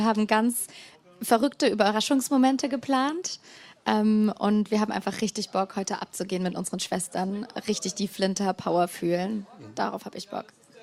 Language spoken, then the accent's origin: German; Tübingen, Baden-Württemberg, Germany; Wir kommen hier aus Tübingen, sind beste Freundinnen seit 18 Jahren.